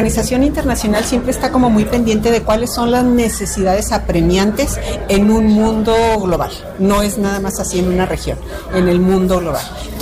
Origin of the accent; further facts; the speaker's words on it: Durango, Mexico; Durango, a la orden.